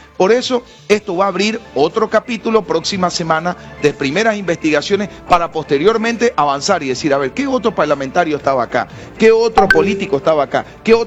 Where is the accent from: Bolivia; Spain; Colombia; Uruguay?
Bolivia